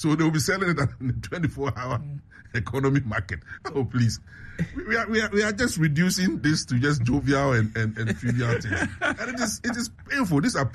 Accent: Ghana

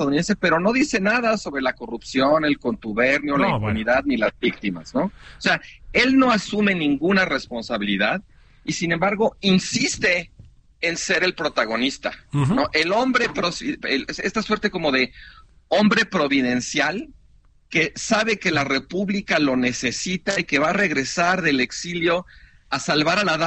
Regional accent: Mexico; Cuando dice con nosotros fue muy respetuoso, ese nosotros no somos los mexicanos.

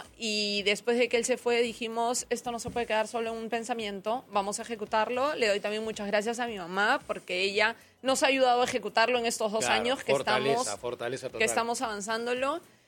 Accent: Arequipa, Peru; now in Lima, Peru; Nosotras somos de Arequipa. Y mis papás tuvieron un restaurante en Arequipa, grande, en Arequipa.

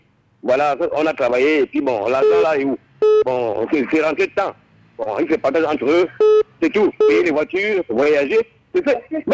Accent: Libreville, Estuaire, Gabon; normalement, un homme comme on est de Libreville, je crois que le chômage et puis l'insalubrité va disparaître

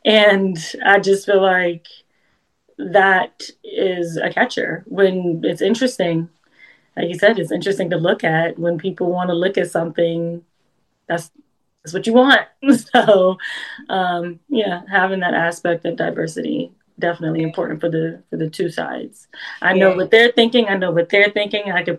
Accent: Jamaica; also born or lived in United States; That I'm Jamaican and American.

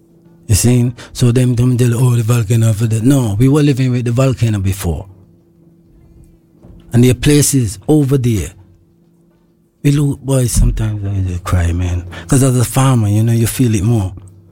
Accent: Montserrat; I'm a monstration British citizen.

